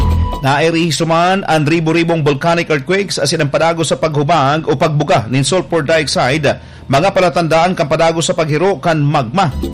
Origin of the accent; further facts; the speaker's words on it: Malinao, Bicol Region, Philippines; now in General Trias, Philippines; Pa-shoutout ako sa General Trias Navarro Cavite Subdivision po, pero mga taga Malinaw Albay ako. Pero taga Malinaw Albay ako.